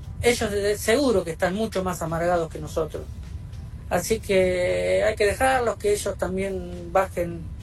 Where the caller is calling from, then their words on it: Casanova, Buenos Aires Province, Argentina; de Casanova